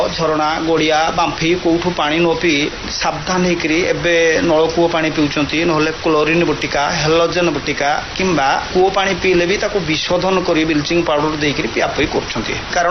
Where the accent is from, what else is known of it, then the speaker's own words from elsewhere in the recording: Digaresia, Odisha, India; ଆମ ଗାଁ ହଉଛି ଦିଗାରେସିଆ, ଗ୍ରାମ ପଞ୍ଚାୟତ ଗୌଡ଼ନା ଏବଂ ବ୍ଲକ ହଉଛି କୁଳିଅଣା।